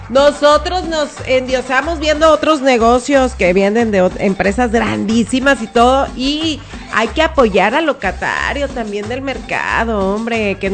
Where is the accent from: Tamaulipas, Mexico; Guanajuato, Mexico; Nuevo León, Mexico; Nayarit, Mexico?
Nayarit, Mexico; Así somos nosotros los de Nayarita